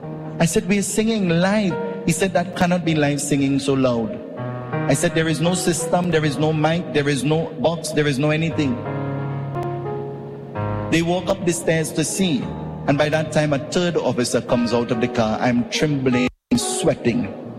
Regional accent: Trinidad & Tobago; Sir, where are you from? What country? I say, Trinidad and Tobago.

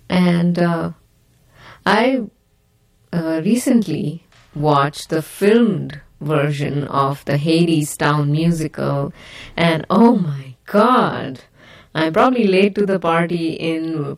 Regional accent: India; You can imagine, I come from India, from the Bollywood side of things

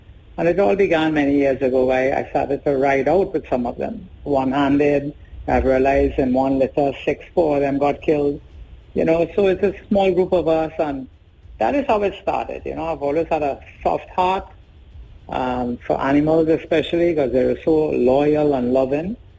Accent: Trinidad & Tobago; because I'm from the West, I frequent Shagaramus a lot.

